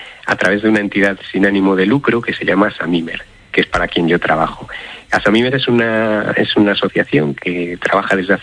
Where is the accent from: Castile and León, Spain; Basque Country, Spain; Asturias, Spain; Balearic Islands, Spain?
Castile and León, Spain; Valladolid; moved away; Pues no, yo no soy de Espinosa. Yo, de hecho, soy de Valladolid, pero bueno, llevo ya bastantes años viviendo por la zona.